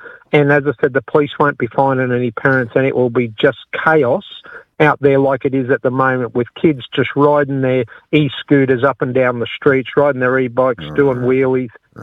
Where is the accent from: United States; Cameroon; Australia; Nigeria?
Australia; Queensland; But look, we've got a great lifestyle up here. It's easygoing. Generally, people are pretty damn good people.